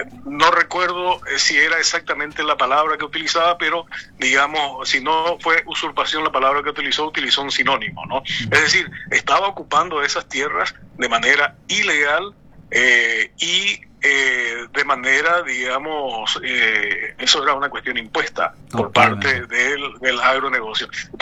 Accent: Paraguay; como norteño, como hombre de tierra adentro, hombre del interior del país

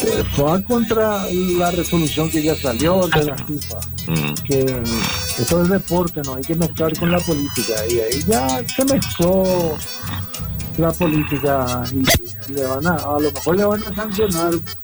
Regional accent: Paraguay; Los menos rencorosos parece que nosotros somos los paraguayos.

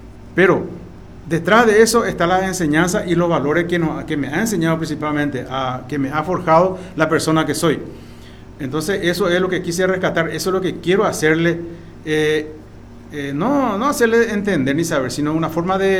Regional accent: Paraguay; nosotros como paraguayos, vuelvo a repetir, no debemos de perder nuestra raíz

